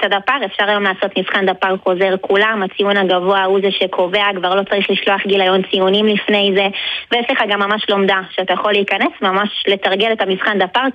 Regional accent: Kfar Hananya, Northern District, Israel; born there; אז אני במקור מהצפון, מישהו שנקרא כפר חנניה

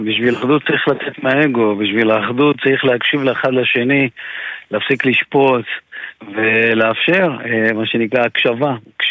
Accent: Ashdod, Southern District, Israel; אני גדלתי באשדוד

